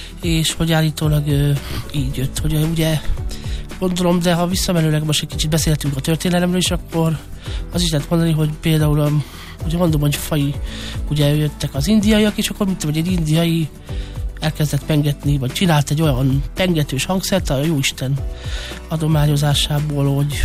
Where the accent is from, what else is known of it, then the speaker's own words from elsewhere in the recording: Hungary; való vagyunk, szóval Indiából jött, ugye, mert hát az indiai kultúra, meg maga a ma mi romák, magyar cigányok, háviházi muzsikus cigányok